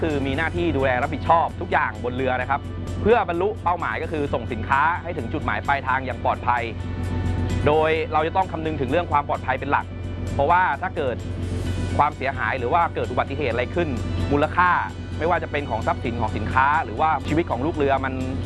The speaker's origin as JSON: {"language": "Thai", "region": "Phitsanulok", "country": "Thailand", "tie": "born or raised there", "said": "พื้นเพผมเนี่ยเป็นคนจังหวัดพิษณุโลกจบการศึกษามัธยมจากโรงเรียนพิษณุโลกพิทยาคม"}